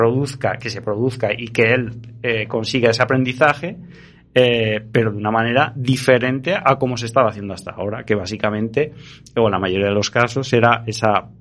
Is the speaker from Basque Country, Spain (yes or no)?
yes; Basque Country, Spain; dicen de los gallegos y los vascos, ya, yo soy vasco.